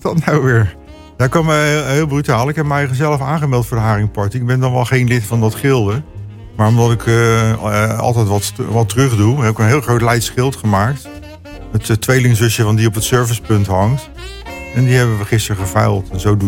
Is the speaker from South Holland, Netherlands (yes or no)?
yes; Leiden, South Holland, Netherlands; Een ras-Leidenaar geboren in Leiden en getogen op de zolder bij opa.